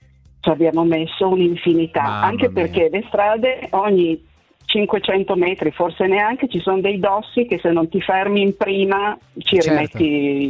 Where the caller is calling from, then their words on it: Turin, Piedmont, Italy; Da Torino.